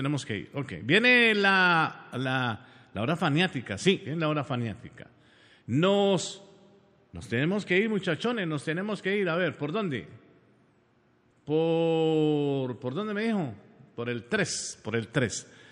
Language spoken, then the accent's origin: Spanish; Pereira, Risaralda, Colombia; born there; nací en un lugar maravilloso, en la querendona, trasnochadora, morena y amañadora Pereira. Allá donde está mi gente que tanto amo.